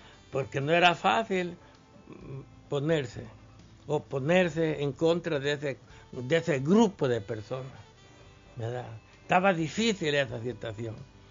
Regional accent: Metapán, Santa Ana, El Salvador; born there; Yo soy nacido aquí en Metapán, allí en el cantón El Capulín, el caserío Hacienda Vieja. De ahí soy nacido yo.

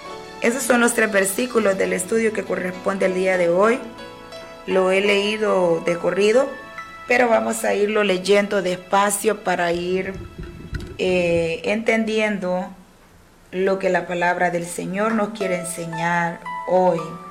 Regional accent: El Salvador; nuestro municipio, de nuestro país, El Salvador.

